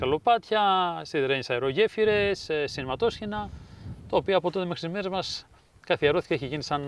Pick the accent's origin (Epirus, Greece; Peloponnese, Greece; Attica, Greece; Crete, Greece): Attica, Greece; Athens; Βέβαια, μεγάλωσα και έτσι στην Αθήνα. Και ήρθα μόνιμα το 2013 και καταστάθηκα εδώ πέρα.